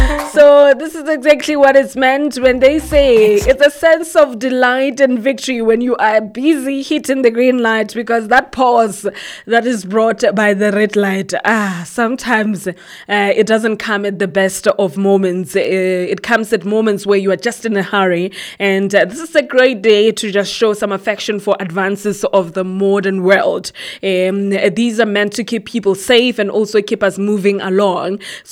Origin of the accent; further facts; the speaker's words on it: Quthing, Lesotho; moved away as an adult; now in Maseru, Lesotho; I grew up in Kuting. I spent my whole life in Kuting, and now all of a sudden it's a change of scenario.